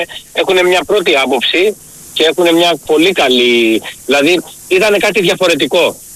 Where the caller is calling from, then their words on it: Frankfurt, Hesse, Germany; από τη Φραγκφούρτη.